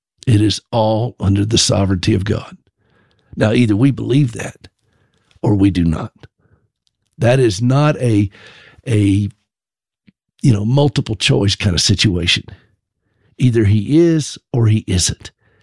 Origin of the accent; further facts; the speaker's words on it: South Carolina, United States; but I was born in South Carolina, and y'all need to understand this. That's where I was raised.